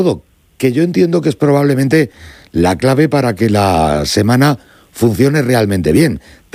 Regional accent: Lorca, Region of Murcia, Spain; yo, que soy de Lorca

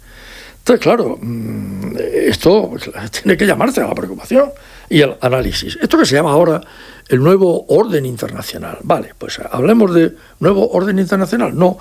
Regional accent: Region of Murcia, Spain; como español y como murciano también.

